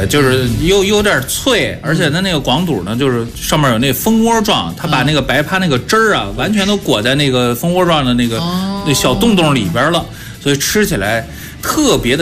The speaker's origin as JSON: {"language": "Chinese", "region": "Henan", "country": "China", "said": "我们河南人就不吃菜。"}